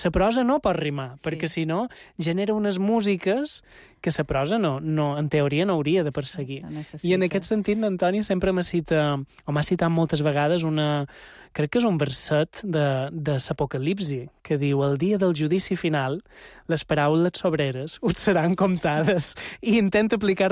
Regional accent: Ses Salines, Balearic Islands, Spain; jo som de Set Salines, ella és de Santanyí, és lèxic, és pràcticament el mateix, fins i tot paraules que només se diuen en aquell radi de 25 quilòmetres

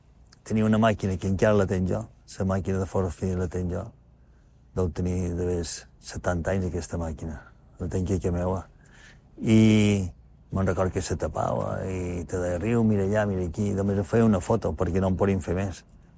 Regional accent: Palma, Balearic Islands, Spain; vaig néixer a Palma l'any 1952, dia de 9 de març. Jo vaig néixer en el carrer Joan Crespí, que ja perquè encara naixíem en els pisos. Vaig néixer a casa, sí.

